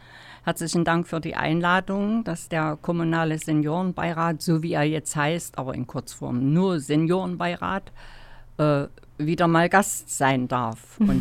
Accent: Jena, Thuringia, Germany; Ja, also die Stadt Jena ist meine Heimatstadt. Ich bin hier nicht nur geboren und aufgewachsen, Schule, dann zum Studium, aber immer ein Bein in der Stadt, wieder zurück, hier auch geheiratet, hier Mutter geworden

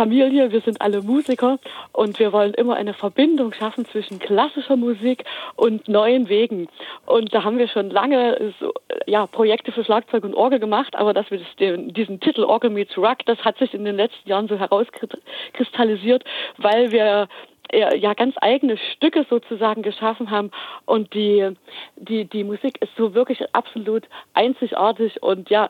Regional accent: Dresden, Saxony, Germany; Und wir freuen uns, liebe Thüringer, wir kommen aus Dresden, wenn wir euch in Rudolstadt treffen.

